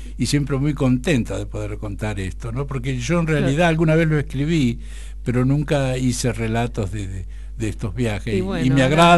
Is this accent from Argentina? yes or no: yes; Pampas, Argentina